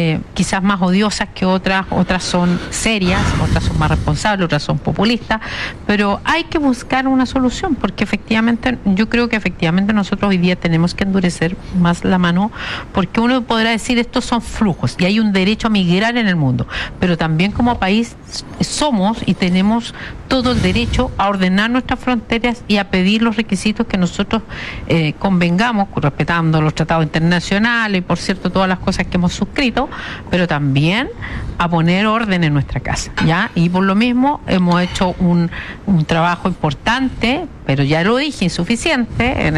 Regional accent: Biobío, Chile; Yo soy de Biobío

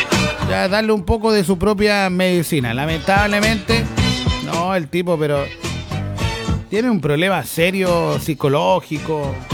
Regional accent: Chile; muchos comentarios de chilenos tratando de decir que no todos somos así, ¿ya? Hay mucha gente diciendo soy chilena y siento mucha vergüenza

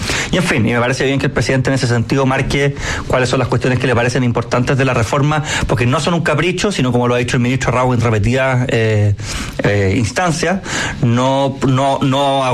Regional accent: Chile; Eran cosas que como chilenos nos eran ajenas.

